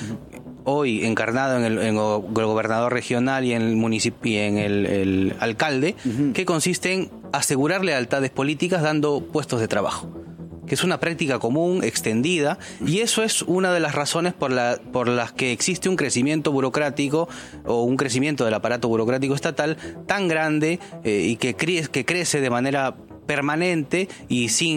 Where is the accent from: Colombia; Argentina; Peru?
Peru; Tacna; yo soy de Tacna, vengo de la región de Tacna